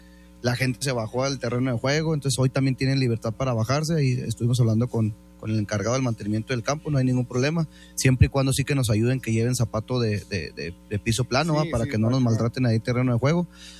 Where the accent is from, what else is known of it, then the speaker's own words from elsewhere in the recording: Mexico; sin hablar con el corazón de que somos mexicanos, siento que la de México fue la mejor